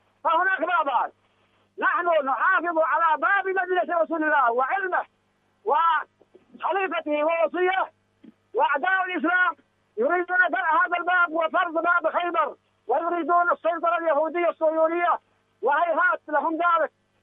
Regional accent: Yemen; أحدثك من بين الألوف المؤلفة في ساحة الغدير في ساحة محلة بني أسد عزلة حق مديرة المحابشة

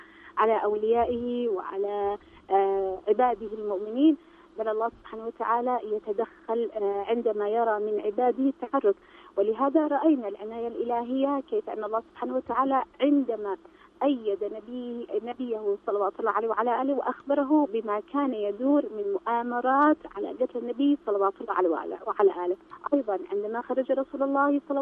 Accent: Yemen; ونحن كشعب يمني مؤمن

